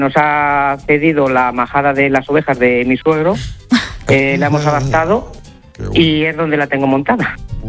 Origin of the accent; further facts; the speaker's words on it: Alija del Infantado, Castile and León, Spain; born there; yo soy invidente y me mandaron forzar la vista, entonces me empezaba a hacer una maqueta de mi pueblo, de Alija del Infantado.